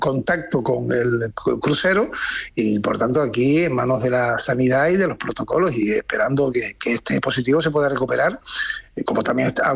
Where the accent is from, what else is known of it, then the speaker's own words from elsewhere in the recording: Canary Islands, Spain; Yo soy canario, como bien exponías, pero es que además era presidente de Canarias